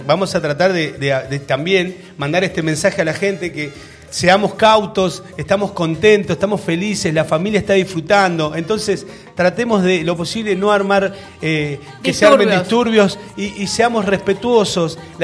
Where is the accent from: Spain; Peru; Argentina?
Argentina; en el corazón del argentino, en el corazón tuyo, en el mío y de muchos argentinos que estamos presentes